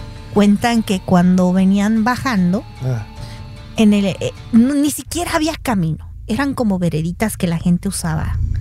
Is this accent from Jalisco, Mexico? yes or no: no; Capulálpam de Méndez, Oaxaca, Mexico; born there; moved away; Y en aquellos montes densos de mi pueblo iban a recoger leña.